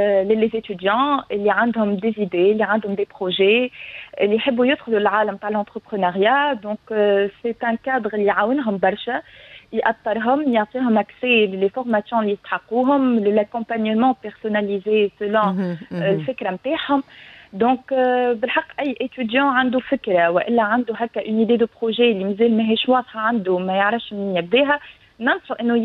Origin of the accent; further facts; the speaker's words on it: Tunisia; اللي عندنا في تونس